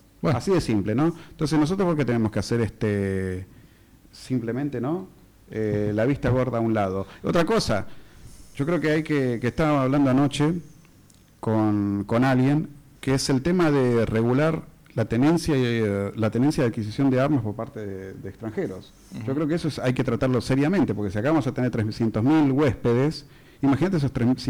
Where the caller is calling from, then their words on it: Argentina; unirnos como argentinos, no vamos a ir a ningún lado.